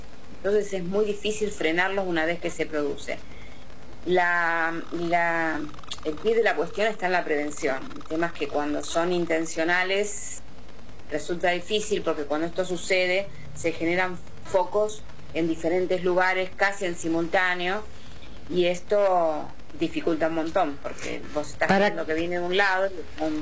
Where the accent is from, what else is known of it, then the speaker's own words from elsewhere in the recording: Mallín Ahogado, Río Negro, Argentina; Mi pueblo, mi paraje se llama Mallín Ahogado.